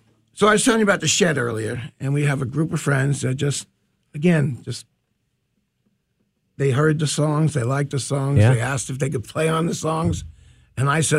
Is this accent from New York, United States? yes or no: yes; Long Island, New York, United States; moved away as an adult; also born or lived in St. Louis / Los Angeles; now in Space Coast, Florida, United States; I'm from Long Island originally, 18 years. Okay. Went out to St. Louis for 2 years. Why? I don't know. out to L.A. for 11 years.